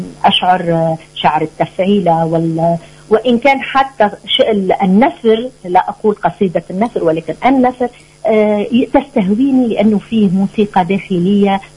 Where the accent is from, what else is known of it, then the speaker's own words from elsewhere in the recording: Libya; now in Tunisia; من ليبيا، ولدت في ليبيا، ترعرعت من عائلة ليبية، الوالدة من تونس،